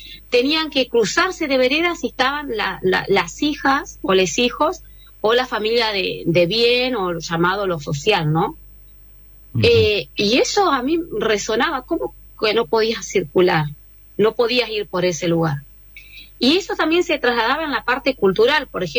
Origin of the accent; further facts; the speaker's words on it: Balcheta, Río Negro, Argentina; mi familia, toda mi familia está en Balcheta. Balcheta es mi tierra, mi lugar, porque mi familia es de la meseta Somuncurá.